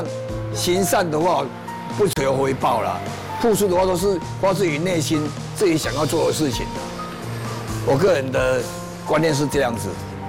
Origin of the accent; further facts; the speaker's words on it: Taichung, Taiwan; moved away as an adult; now in Kaohsiung, Taiwan; 我是台中人，我下来高雄今年第19年。我刚从台中下来的时候